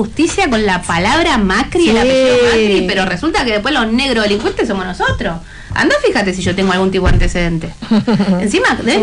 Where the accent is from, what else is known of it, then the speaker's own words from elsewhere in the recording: Buenos Aires, Argentina; somos más porteños que Matri. Más porteño que la polenta somos algunos. Tercera, cuarta generación de vivir en esta ciudad. Yo de la República Popular de la Oca, por supuesto.